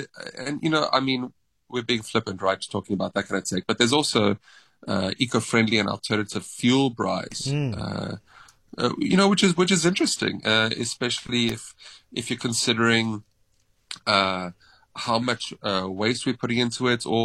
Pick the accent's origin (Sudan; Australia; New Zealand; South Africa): South Africa; as a South African